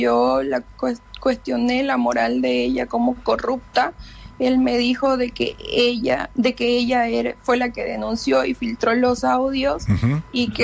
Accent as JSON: {"language": "Spanish", "country": "Bolivia"}